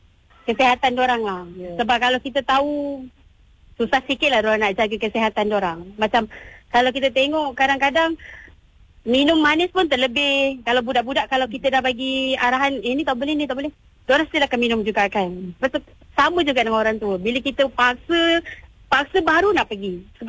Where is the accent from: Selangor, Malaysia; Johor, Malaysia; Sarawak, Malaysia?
Selangor, Malaysia; Saya dari kampung Kuala Pangsun.